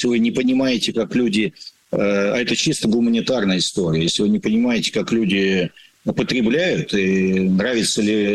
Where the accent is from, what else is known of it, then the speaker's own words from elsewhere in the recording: Ural, Russia; now in Moscow, Russia; я родился и вырос на Урале, значит, и приехал в Москву